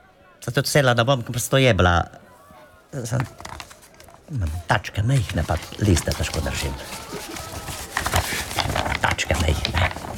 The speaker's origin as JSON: {"language": "Slovenian", "town": "Ljubljana", "region": "Central Slovenia", "country": "Slovenia", "tie": "born there", "said": "In jaz sem se rodila v Ljubljanci."}